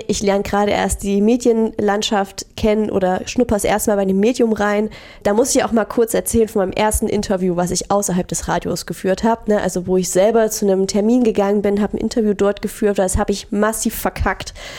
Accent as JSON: {"language": "German", "town": "Crimmitschau", "region": "Saxony", "country": "Germany", "moved": "yes", "said": "Ja, genau. Ich bin aus Krimmitschau hergezogen."}